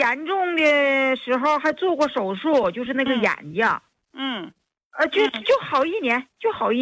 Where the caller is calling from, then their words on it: Harbin, Heilongjiang, China; 我是黑龙江哈尔滨的。